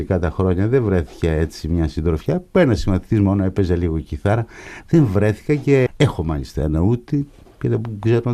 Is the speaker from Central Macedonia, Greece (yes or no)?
yes; Kato Theodoraki, Central Macedonia, Greece; moved away; το χωριό μου, το Κάτω Θεοδωράκι του Κυλκής, όπου γεννήθηκα στις 7 Μαΐου του 1936. Όλοι οι κάτοικοι είναι πρόσφυγες, κυρίως πόντοι, λίγες οικογένειες μικρασιάτες και 5-6 οικογένειες σαρακατζανέοι.